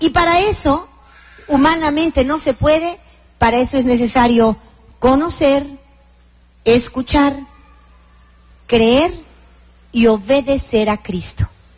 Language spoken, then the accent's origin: Spanish; Veracruz, Mexico; Yo soy de Veracruz, ¿no? Y allá hablamos con pura grosería